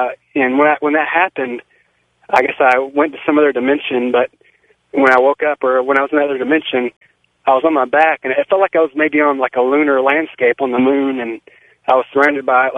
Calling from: Murfreesboro, Tennessee, United States; from Murfreesboro, Tennessee.

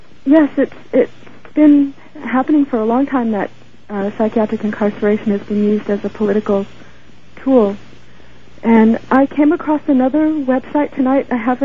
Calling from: Los Angeles, California, United States; I'm in Los Angeles, California.

